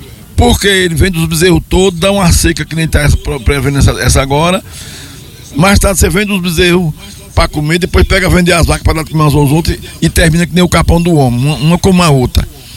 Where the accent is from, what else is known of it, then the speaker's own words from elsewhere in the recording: Paraná, Brazil; also born or lived in Sergipe / São Paulo; porque eu não nasci aqui, quer dizer, nasci no estado de Sergipe, mas fui criado quase no Paraná e São Paulo, no interior.